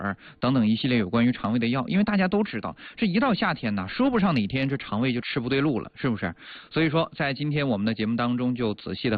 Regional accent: Northeast China, China; 咱们东北话来讲

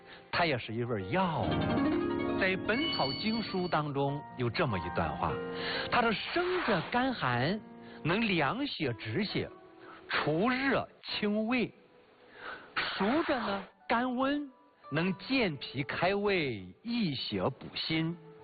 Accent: China; 我们中国人都知道说不能见凉的，一定也不能吃凉的，一定要避免凉。

